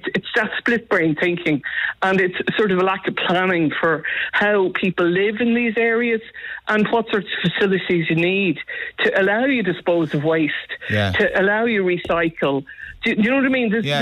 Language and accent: English; Dublin, Leinster, Ireland; moved away; I'm originally from Ringsend, and they're very similar type houses. Like, they're almost like apartments in terms of the amount of outdoor space you'd have per house.